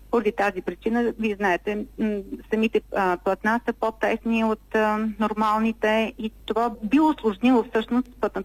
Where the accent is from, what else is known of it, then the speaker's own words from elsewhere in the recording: Plovdiv, Plovdiv Province, Bulgaria; аз съм от Пловдив